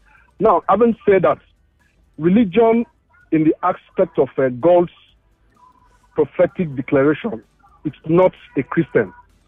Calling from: Ikeja, Lagos, Nigeria; I'm calling from Ikeja.

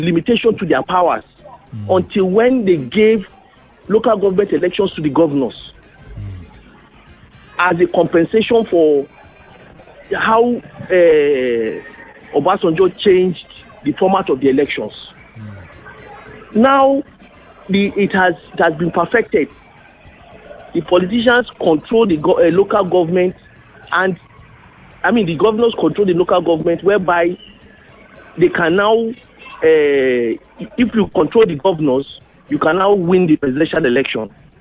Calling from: Lagos, Nigeria; I'm calling from Lagos.

